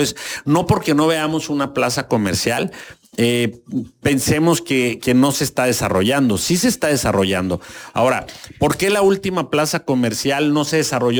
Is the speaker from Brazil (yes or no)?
no; Tapachula, Chiapas, Mexico